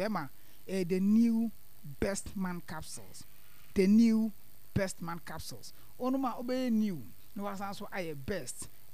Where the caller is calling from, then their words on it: Ankoma, Eastern Region, Ghana; from Ankoma, Kweu.